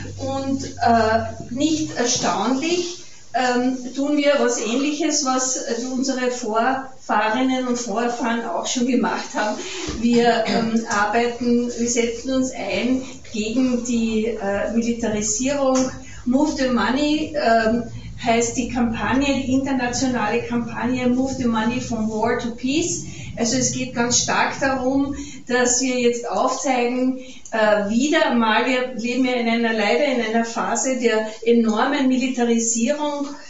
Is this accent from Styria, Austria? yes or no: no; Carinthia, Austria; now in Vienna, Austria; Ich lebe in Wien, wie die Judy schon gesagt hat, aber ich bin keine Wienerin, ich bin eine Kärntnerin, komme aus einer Stadtbezirkshauptstadt, die ungefähr so groß ist wie Ried, aber zum Beispiel kein Gefängnis hat